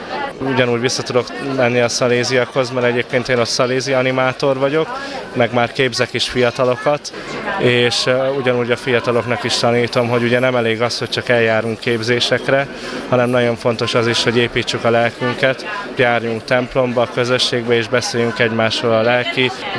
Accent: Kazincbarcika, Borsod-Abaúj-Zemplén, Hungary; moved away as an adult; now in Debrecen, Hungary; Én egyébként kazincbarcikai lakos, és onnan származom Borsodból.

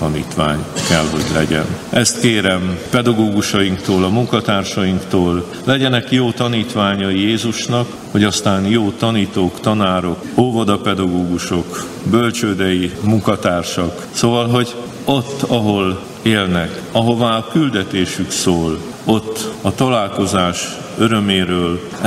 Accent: Nógrád, Hungary; Hát mondjuk Nógrád megyében, ahonnan én származom, egy kicsi faluból

